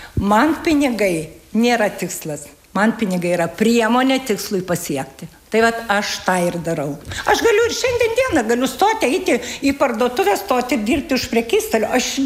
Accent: Kaunas County, Lithuania; now in Ukmergė, Lithuania; Aš kaip sakau, aš esu meilės emigrantė. Meilės emigrantė, atvažiavau čia į Ukmergę ir Ukmergė man iš tikrųjų patiko.

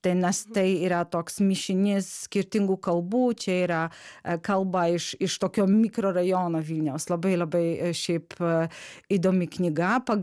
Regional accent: Poland; now in Lithuania; aš esu iš Lenkijos

